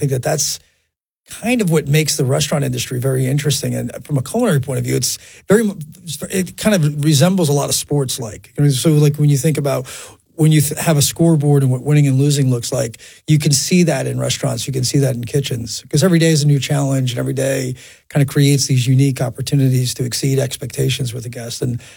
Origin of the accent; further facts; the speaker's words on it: New York, United States; And I was very fortunate growing up on Long Island that there were some great restaurateurs that saw that I was a young guy that worked hard